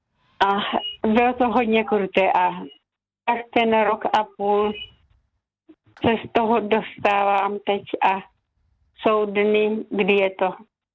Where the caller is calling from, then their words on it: Znojmo, South Moravian Region, Czechia; jsem posluchačka ze Znojma z penzionu u Kauflandu